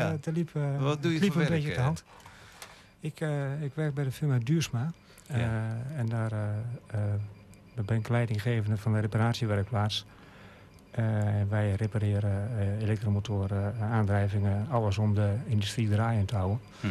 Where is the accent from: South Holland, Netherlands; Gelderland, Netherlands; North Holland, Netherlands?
Gelderland, Netherlands; Heerde; geboren en getogen in Heerde, 59 jaar geleden.